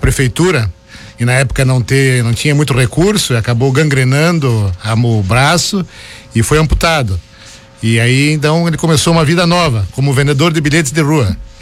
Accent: Farroupilha, Rio Grande do Sul, Brazil; born there

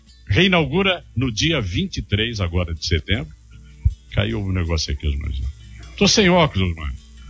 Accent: Santa Catarina, Brazil; eu não sou gaúcho, sou catarinense.

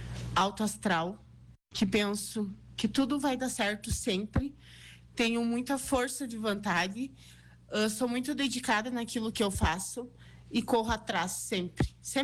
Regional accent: Soledade, Rio Grande do Sul, Brazil; born there; also born or lived in Marques de Souza / Tocantins; eu sou de Soledade. Sou natural, na verdade, de Marques de Souza, mas sempre fui criada aqui em Soledade. Fui embora uma época para o Tocantins e voltei aos 14 anos e sempre residi dali para frente aqui em Soledade.

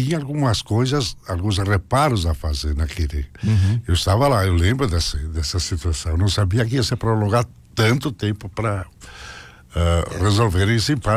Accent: Brazil; born there; O bairro mais famoso do Brasil. Onde eu nasci.

